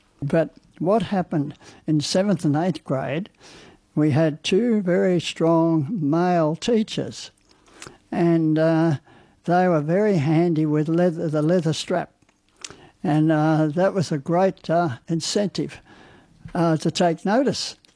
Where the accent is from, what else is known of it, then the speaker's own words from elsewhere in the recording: Melbourne, Victoria, Australia; I grew up in Maidstone, and that's North Footscray, near North Footscray, and in 1931. And Melbourne in those days, there was a lot of sickness around